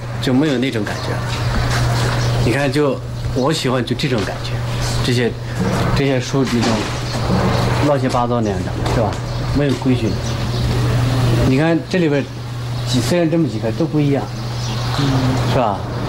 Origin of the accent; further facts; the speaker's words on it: Ordos, Inner Mongolia, China; moved away as an adult; 我们那叫我们鄂尔多斯叫酪胆子